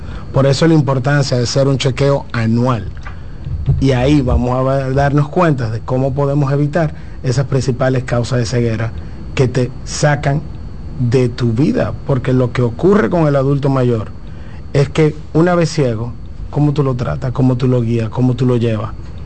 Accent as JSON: {"language": "Spanish", "country": "Dominican Republic", "said": "nosotros como dominicanos"}